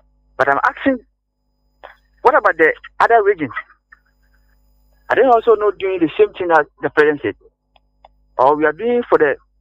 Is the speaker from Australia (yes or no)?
no; Ghana; But as a nation, as a Ghana, as a Ghanaian, you can find someone eating and throwing the rubbish anyhow.